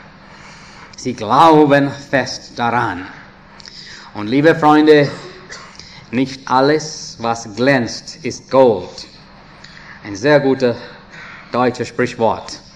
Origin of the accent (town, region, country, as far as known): India; now in Switzerland